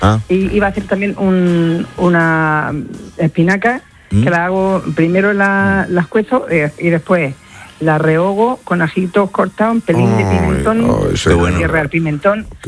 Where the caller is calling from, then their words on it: Region of Murcia, Spain; Soy murciana.